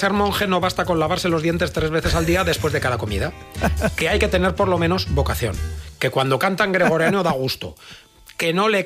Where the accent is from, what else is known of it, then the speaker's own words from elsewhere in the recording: Aragon, Spain; cae cerca de mi pueblo, además ahí en la misma comarca de Calatayud.